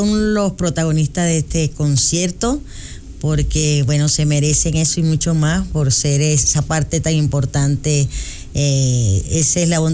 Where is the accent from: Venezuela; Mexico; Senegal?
Venezuela; moved away as an adult; now in Baños, Ecuador; soy de Venezuela